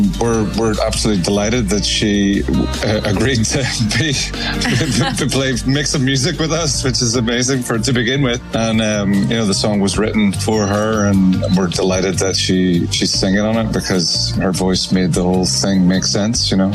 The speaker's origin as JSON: {"language": "English", "region": "Northern Ireland", "country": "United Kingdom", "said": "No, I'm Northern Irish, so I'm not allowed to be, to have, you know, ambition. We have to temper all that, or else we can't come home again."}